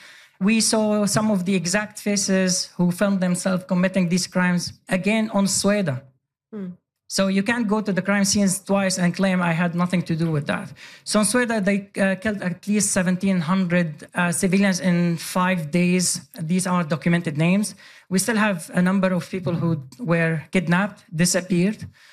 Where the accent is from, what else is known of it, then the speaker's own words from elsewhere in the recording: Sweden; no, very appreciated because I grew up in Sweden.